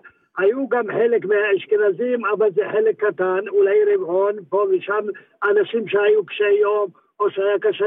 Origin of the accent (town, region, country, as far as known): Yokneam, Northern District, Israel; born there; also born or lived in Sanaa, Yemen (born) / Tzemach ma'abara